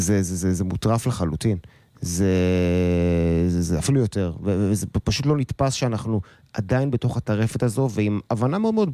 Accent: Nahariya, Northern District, Israel; כצפוני, נעריאני

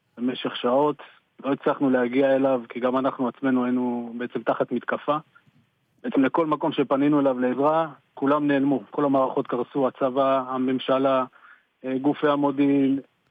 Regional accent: Tzohar, Southern District, Israel; now in Ra'anana, Israel; אני במקור, נולדתי וגדלתי שם, היום אני גר ברעננה.

